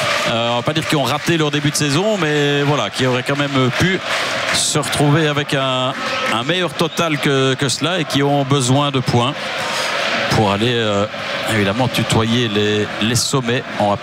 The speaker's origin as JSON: {"language": "French", "country": "France", "said": "j'ai des ascendances italiennes, donc on peut dire … mais comme je suis français, moi je dis"}